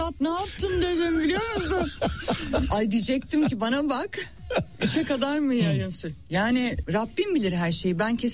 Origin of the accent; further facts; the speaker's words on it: Izmir, İzmir, Turkey; moved away as an adult; also born or lived in United States; İzmirliyim, evet, ben. Ve biz birbirimizden koptuk ama birbirimizin aklından ve kalbinden kopmadık.